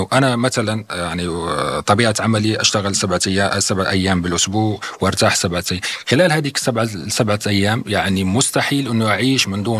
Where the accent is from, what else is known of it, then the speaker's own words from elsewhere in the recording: Morocco; now in Russia; كمغربي بالدرجة الأولى وكمواطن روسي في الدرجة الثانية